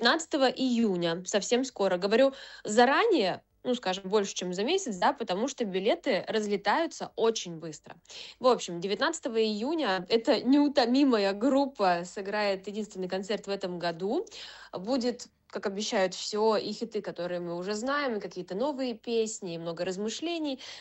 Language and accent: Russian; Urals, Russia; now in Israel; я с Урала